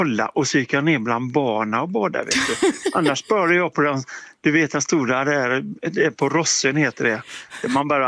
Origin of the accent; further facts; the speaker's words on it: Gothenburg, Västra Götaland County, Sweden; now in Hammarö, Sweden; jag bor på Hammarö men jag är göteborgare.